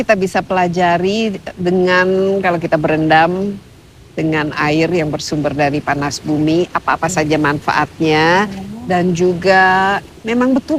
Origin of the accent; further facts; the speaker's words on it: Bandung, West Java, Indonesia; waktu kecil, karena saya lahirnya di Bandung